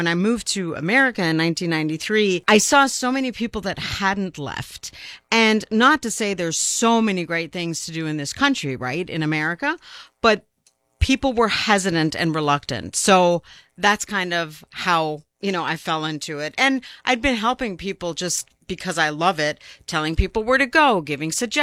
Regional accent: Germany; moved away as an adult; now in United States; I'm originally from Germany.

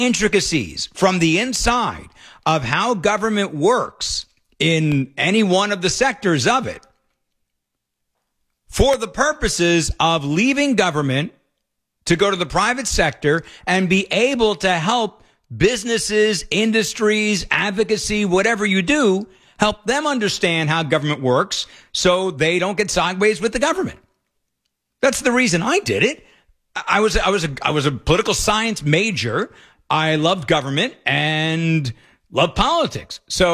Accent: California, United States; As a taxpayer, as a Californian

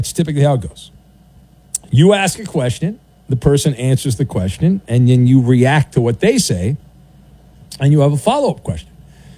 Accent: United States; I grew up in America. I went to American schools.

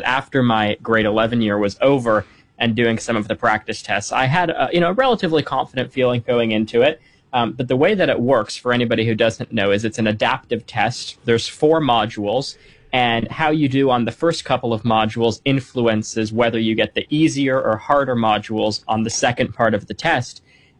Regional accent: Canada; And that was interesting, just because I'm from Canada. Who doesn't know me?

